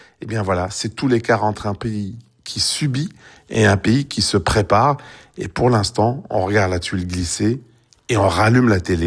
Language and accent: French; Belgium; Et chez nous, en Belgique, Jean-Pascal Van Ypersel dit exactement la même chose.